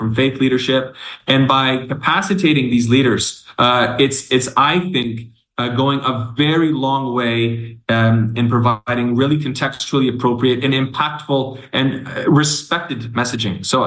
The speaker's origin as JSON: {"language": "English", "country": "Canada", "moved": "yes", "lives_now": "Democratic Republic of the Congo", "said": "I'm a Canadian in the DRC."}